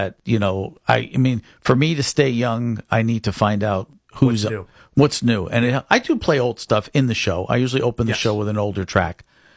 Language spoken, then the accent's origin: English; North Arlington, New Jersey, United States; I grew up in North Arlington.